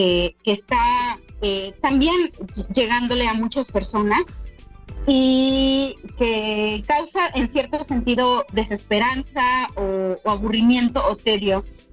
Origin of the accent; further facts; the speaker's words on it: Veracruz, Mexico; moved away; llegué a vivir aquí a la costa, aunque soy veracruzana